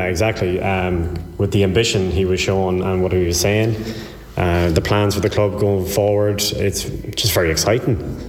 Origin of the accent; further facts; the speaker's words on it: Sligo, Connacht, Ireland; I'm 30 years old. I'm from Sligo Town.